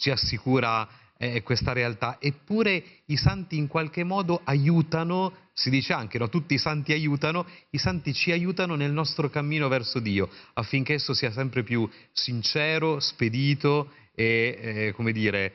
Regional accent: Parma, Emilia-Romagna, Italy; born there; Io sono nato a Parma e ad un certo punto, quando Angelo Giuseppe Roncalli non era ancora papa, è passato dalla mia città, era il 1955

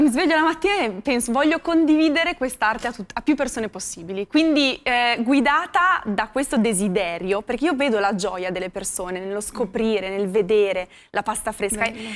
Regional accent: Bologna, Emilia-Romagna, Italy; Io sono bolognese

